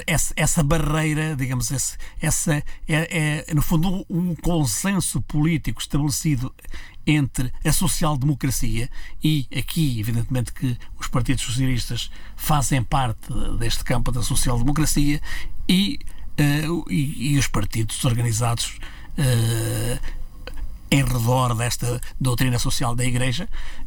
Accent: Castelo Branco, Centro, Portugal; Castelo Branco, a minha cidade. A minha cidade natal

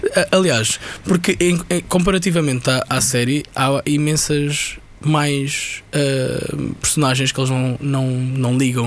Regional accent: Algarve, Portugal; Eu cresci no Algarve

